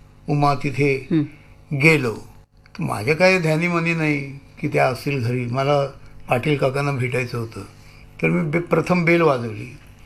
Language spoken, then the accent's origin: Marathi; Maharashtra, India; मी म्हटलं महाराष्ट्रीयन आहे, तुम्ही मराठीत बोललात तर चालेल.